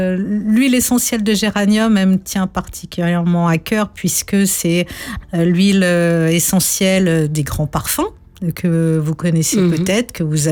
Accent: France; Et moi, j'ai un souvenir quand j'étais enfant en France, dans la cour de l'école, il y avait un énorme tilleul.

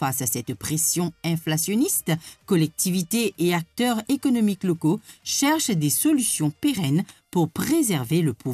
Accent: Rodrigues, Mauritius; chez nous à Rodrigue

